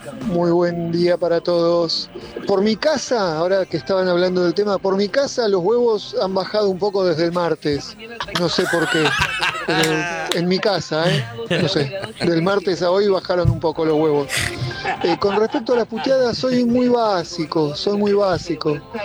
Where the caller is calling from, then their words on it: Banfield, Buenos Aires Province, Argentina; Un beso grande, chicos … de Banfield.